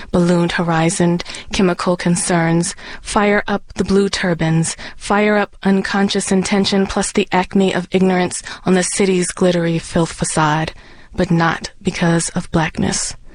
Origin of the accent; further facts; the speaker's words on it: Los Angeles, California, United States; I grew up in Los Angeles in the 1980s.